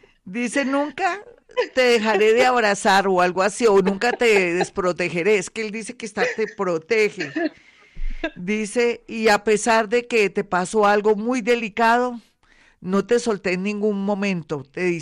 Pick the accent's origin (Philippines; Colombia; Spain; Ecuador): Colombia; como decimos en Colombia.